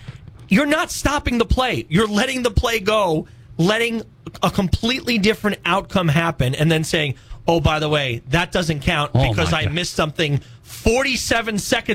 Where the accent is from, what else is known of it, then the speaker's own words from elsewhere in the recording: New York City, New York, United States; I'm from New York City.